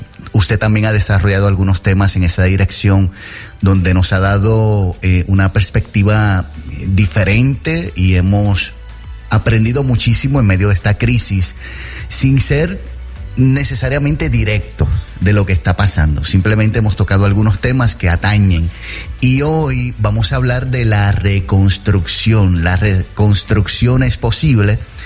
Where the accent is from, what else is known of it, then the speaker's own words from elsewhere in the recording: Puerto Rico; lo que vivimos como boricuas